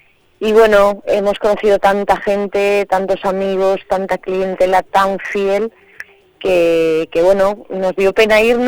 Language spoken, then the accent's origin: Spanish; Castile and León, Spain; en mi pueblo, yo me fui de allí hace muchísimos años a trabajar a la hostelería afuera, a la costa, a muchos sitios.